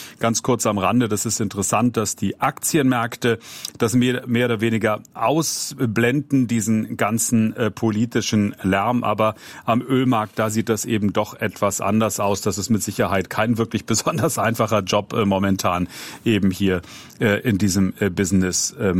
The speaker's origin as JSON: {"language": "German", "country": "Switzerland", "lives_now": "United States", "said": "Also als Schweizer könnte man da sagen, Gott, ist das billig in den Vereinigten Staaten zu tanken"}